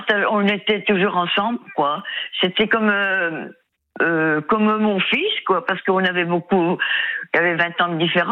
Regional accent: Saint-Nazaire, Pays de la Loire, France; Dans le Loir-Atlantique.

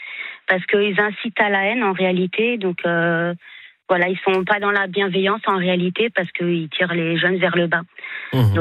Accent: Île-de-France, France; Moi, j'ai grandi près de Gare-Charcel

